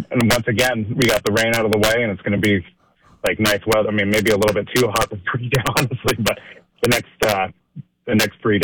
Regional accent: California, United States; also born or lived in Santa Cruz, California; now in Oregon, United States; I grew up in California. I was in Santa Cruz for 10 years

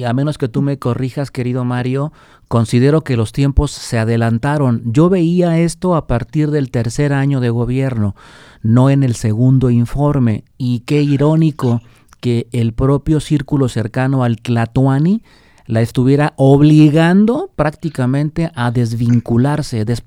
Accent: Guadalajara, Jalisco, Mexico; Esas palabras que nos definen como orgullosísimos tapatíos y jaliscienses.

